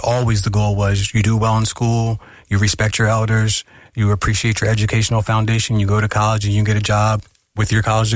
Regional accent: Pennsylvania, United States; we grew up in suburbia, we grew up in East Narn, Pennsylvania. Yeah. So that was, the outskirts of Narstown.

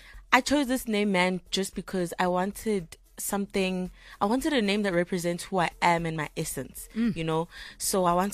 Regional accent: Port Shepstone, KwaZulu-Natal, South Africa; born there; also born or lived in Empangeni; then from there I moved to the township Ekamalike in Port Chepstone, and I think that's the place that actually groomed me as myself

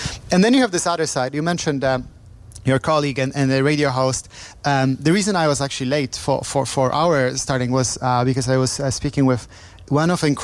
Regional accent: Poland; we started the company, I'm from Poland originally.

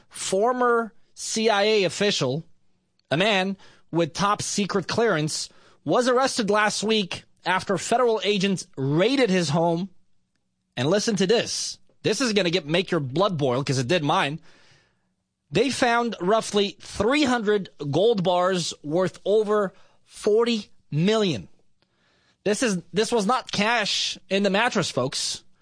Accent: Beirut, Beirut Governorate, Lebanon; When I was a kid growing up in Lebanon, Beirut, we were going through a civil war.

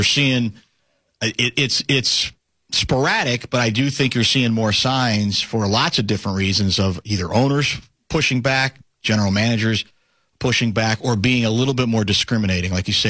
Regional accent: Chicago, Illinois, United States; That's what I grew up on in Chicago

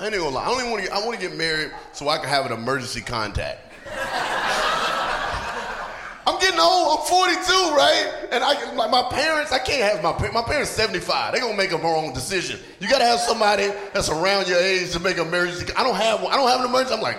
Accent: North Carolina, United States; I'm from the South, right? I'm from North Carolina, with school in Atlanta.

